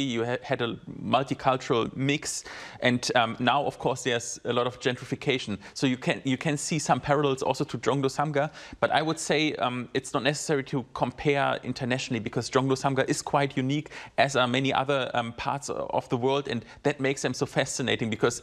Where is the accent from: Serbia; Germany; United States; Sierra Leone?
Germany; Berlin; now in Seoul, South Korea; I can name you one that comes to my mind from my hometown in Berlin, Kreuzberg.